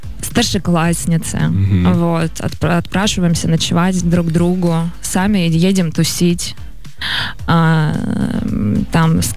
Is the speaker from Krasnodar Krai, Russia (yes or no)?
no; Aikhal, Sakha Republic, Russia; moved away; Я там родилась и выросла.